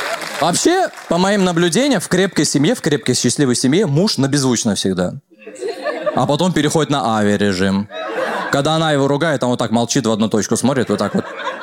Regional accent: Russia; born there; я армянин, родился в России, армянский никогда не знал.

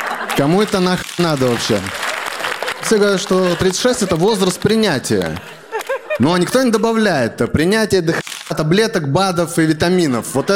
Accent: Astrakhan, Astrakhan Oblast, Russia; now in Moscow, Russia; я из Астрахани

